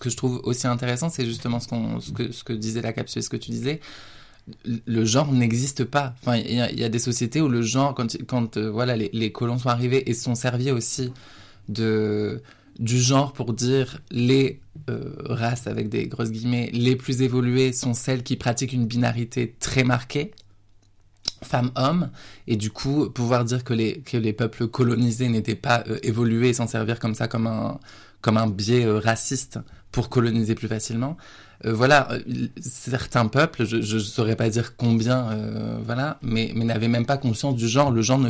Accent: Arras, Hauts-de-France, France; moved away as an adult; Moi, je viens du Pas-de-Calais, donc je suis partie d'Arras.

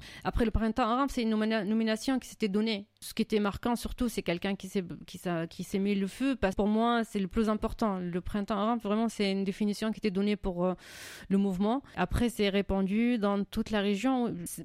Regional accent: Syria; born there; moved away

